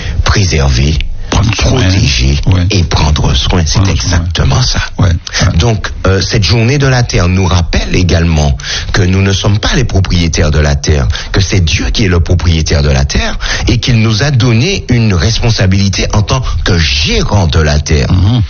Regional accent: Le Carbet, Martinique; born or raised there; also born or lived in Saint-Pierre, Martinique

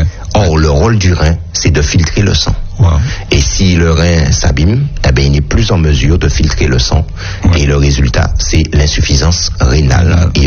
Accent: Martinique, France; Parce que l'hypertension artérielle, c'est la maladie numéro une chez nous en Martinique.

